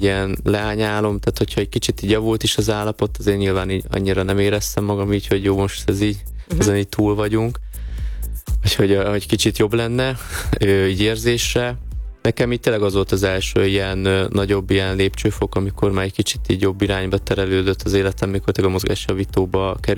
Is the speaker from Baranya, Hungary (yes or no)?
yes; Nagyváty, Baranya, Hungary; ugye a apukám maradt otthon a bátyámmal, ugye Pécs mellett, Nagyvátyon, uh-huh. Ugye szülőfalumba